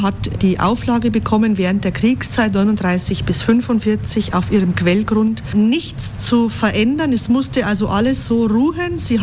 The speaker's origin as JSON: {"language": "German", "region": "Bavaria", "country": "Germany", "said": "Wir werden auch oft für Österreicher gehalten, durch unseren Dialekt und durch die Mentalität. Wir sehen uns da also sehr, sehr ähnlich und sehr verwandt mit den Österreichern, fahren auch selber gerne nach Österreich Es sind ja nur 5 Minuten."}